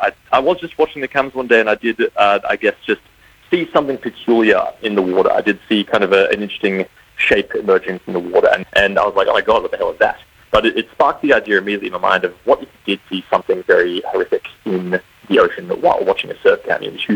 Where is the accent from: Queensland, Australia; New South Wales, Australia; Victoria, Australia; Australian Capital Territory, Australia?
New South Wales, Australia; Byron Bay; my hometown of Byron Bay